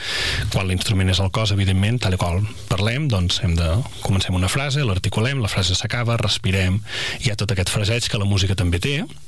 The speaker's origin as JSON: {"language": "Catalan", "town": "Sant Hipòlit de Voltregà", "region": "Catalonia", "country": "Spain", "tie": "born or raised there", "said": "sóc fill de Sant Hipòlit"}